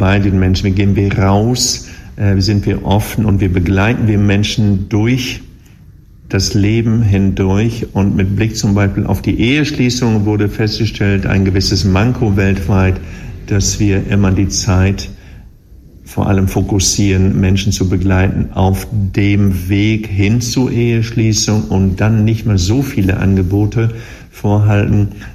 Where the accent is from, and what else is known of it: Germany